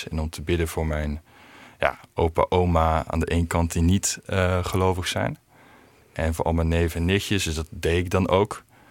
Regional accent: Belgium; En, ja, ik ben in België opgegroeid. Ik heb Frans geleerd daar en ik spreek best wel goed Frans.

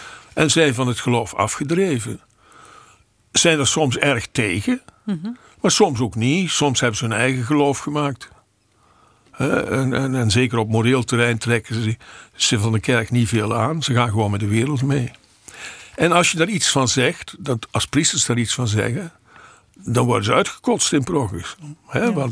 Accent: Montferland, Gelderland, Netherlands; De regio waar ik vandaan kom, Montferland, is van oudsher katholiek gebied.

